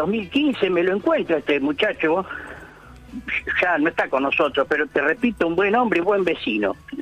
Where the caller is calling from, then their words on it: Francisco Álvarez, Buenos Aires Province, Argentina; soy de Francisco Álvarez.